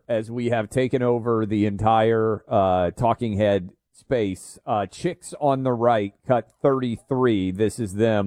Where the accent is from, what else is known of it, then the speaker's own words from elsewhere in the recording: Nashville, Tennessee, United States; my attempt to buy a WNBA expansion franchise for my hometown in Nashville.